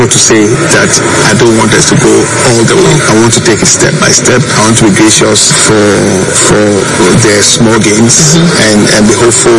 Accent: Ghana

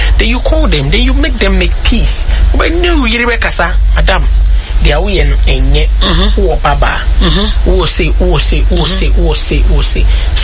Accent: Nigeria; First, as a Nigerian

